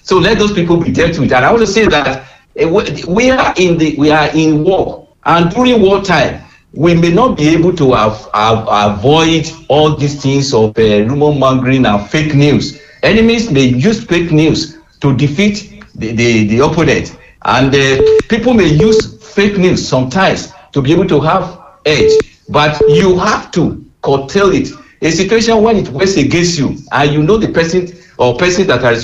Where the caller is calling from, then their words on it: Iwaro-Oka, Ondo, Nigeria; I'm calling from Iwaroka.